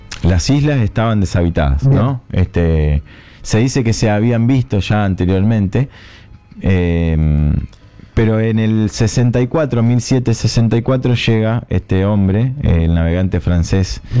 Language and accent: Spanish; Argentina